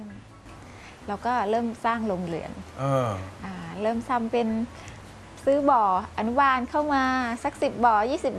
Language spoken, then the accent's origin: Thai; Nakhon Pathom, Thailand; born or raised there